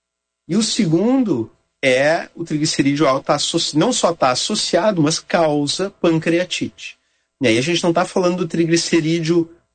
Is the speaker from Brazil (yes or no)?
yes; Porto Alegre, Rio Grande do Sul, Brazil; foi assim que eu me criei aqui em Porto Alegre.